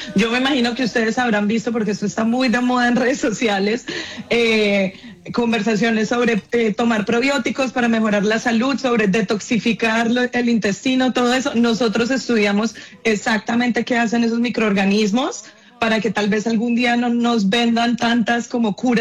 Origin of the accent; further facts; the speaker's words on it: Bucaramanga, Santander, Colombia; Yo soy bumanguesa, de Bucaramanga